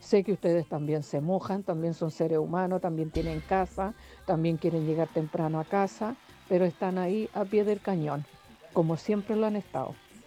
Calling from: Placilla, Valparaíso, Chile; Yo les hablo desde Placilla.

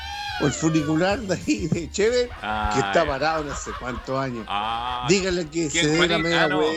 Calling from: Placilla, Valparaíso, Chile; Yo soy de acá, de Placilla.

